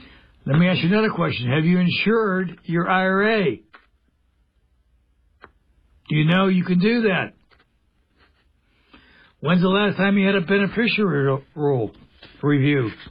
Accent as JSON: {"language": "English", "region": "Pennsylvania", "country": "United States", "tie": "born or raised there", "said": "when I was growing up in Mercer County, we had a lot more than 108,000 people, 120,000, 130,000 people. We had a lot of mills and so forth."}